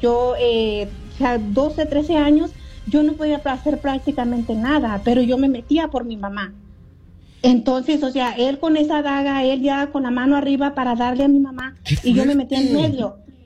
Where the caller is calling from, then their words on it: Michoacán, Mexico; Yo soy del estado de Michoacán.